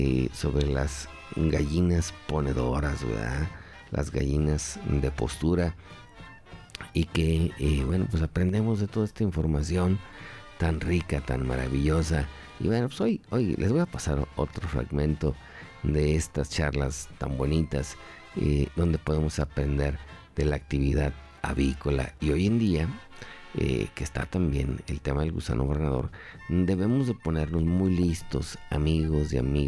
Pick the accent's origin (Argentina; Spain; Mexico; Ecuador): Mexico; Tlacotes, Zacatecas; acá por en mi rancho de donde soy originario, acá por Tlacotes, Ojo Caliente.